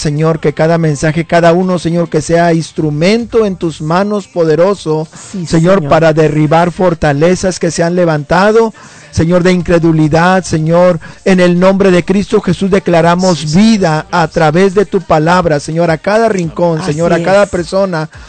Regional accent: Monterrey, Nuevo León, Mexico; Desde mi tierra, Monterrey.

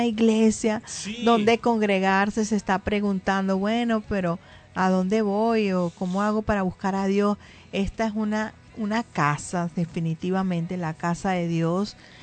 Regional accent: Venezuela; Por ejemplo, yo soy de Venezuela, el hermano Miguel es mexicano

